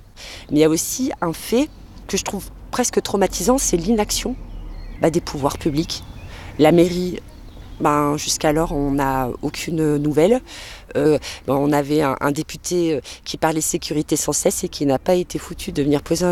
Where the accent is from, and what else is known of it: Espaly-Saint-Marcel, Auvergne-Rhône-Alpes, France; born or raised there; now in Le Puy-en-Velay, France